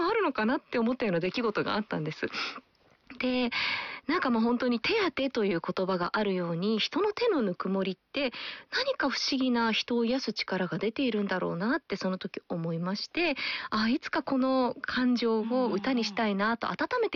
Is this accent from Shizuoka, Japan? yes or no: no; Sobue, Aichi, Japan; 愛知県、昔は中島郡でしたが、今は稲沢市に吸収合併されました祖父江町という町に生まれ育ちまして